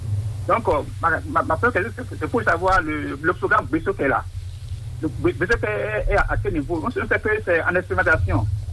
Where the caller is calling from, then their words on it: Porto-Novo, Ouémé, Benin; Donc, je suis à Porto-Novo.